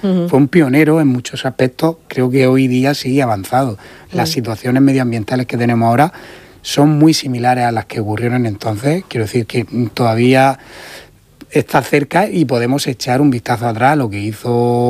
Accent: Region of Murcia, Spain; Y eso, como murciano, porque al final es un murciano universal, pues también uno está contento de poner esto en valor

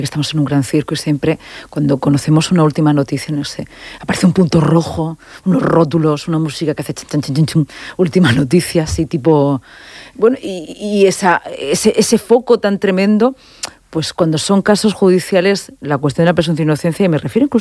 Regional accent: Spain; ¿Nos alegra como españoles?

